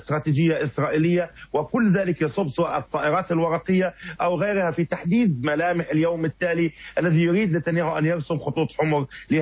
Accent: Palestine; now in Cairo, Egypt; بالنسبة لنا كفلسطينيين

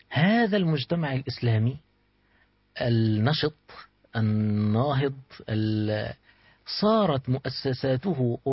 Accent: Egypt; إحنا عندنا في مصر

